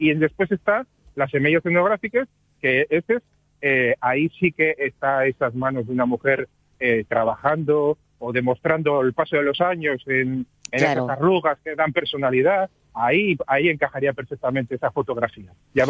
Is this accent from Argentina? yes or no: no; Asturias, Spain; un poco de nuestras raíces, que somos, como somos los asturianos, que tenemos las raíces bien enterradas en la tierra.